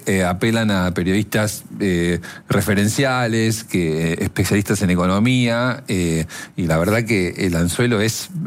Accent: Buenos Aires Province, Argentina; now in Buenos Aires, Argentina; Yo soy bonaerense

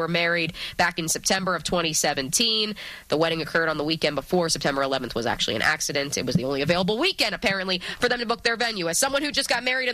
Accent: New Jersey, United States; I'm always curious just because growing up in New Jersey, and I know … feels the same way, growing up in the tri-state area

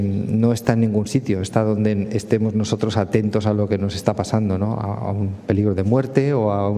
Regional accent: Cantabria, Spain

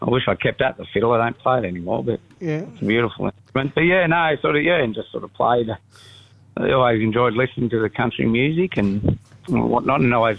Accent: Beechworth, Victoria, Australia; I know Mudgeegonga well because I grew up in Beechworth.

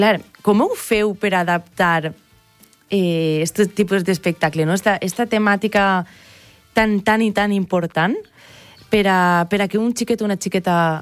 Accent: Xeraco, Valencian Community, Spain; I és que avui és l'últim dia de festes, allí, al meu poble, a Xeraco.

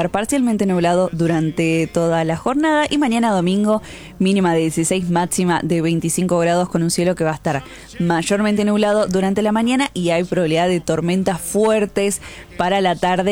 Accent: Cañuelas, Buenos Aires Province, Argentina; yo crecí en Cañuelas. Allá había mucho campo

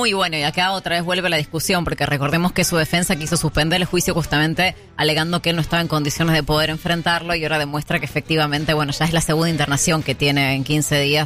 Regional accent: Buenos Aires metropolitan area, Argentina; yo, que soy del AMBA, digamos. O sea, pero trabajo en capital y en provincia.

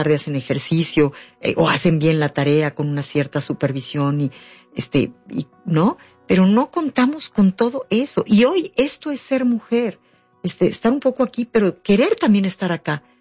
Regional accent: Mexico; siendo mexicanas, no contamos con eso y menos últimamente

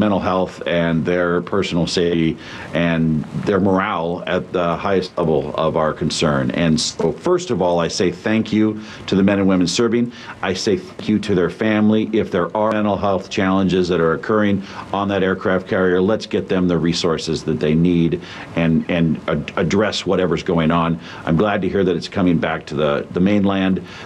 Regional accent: Norfolk, Nebraska, United States; I talked to the folks that run the steel mill in my hometown of Norfolk, Nebraska yesterday.

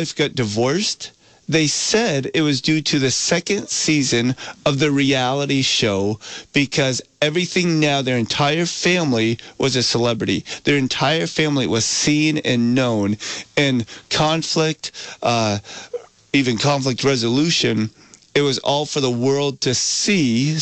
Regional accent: Vermont, United States; as an American, as a Vermonter

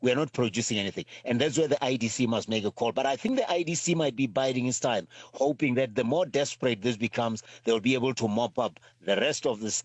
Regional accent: South Africa; every time I say I'm from South Africa, their mood changes.

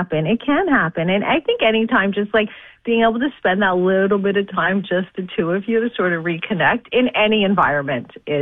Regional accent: Quebec, Canada; I think obviously, especially as like English Quebecers, we're going to be very, very wary of that.

